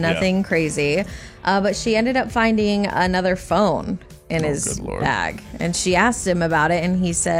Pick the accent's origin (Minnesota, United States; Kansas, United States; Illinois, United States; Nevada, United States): Nevada, United States; Las Vegas; I grew up in Vegas.